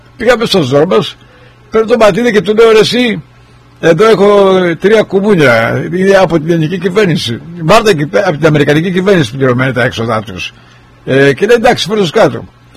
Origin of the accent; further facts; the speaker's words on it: Greece; Σαν Έλληνας όμως